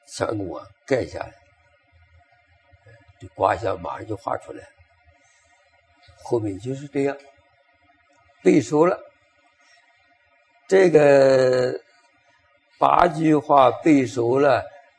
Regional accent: China; 我们中国人那个取姓名很多从卦里面来讲的

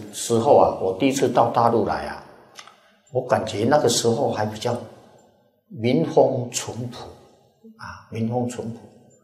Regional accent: Taiwan

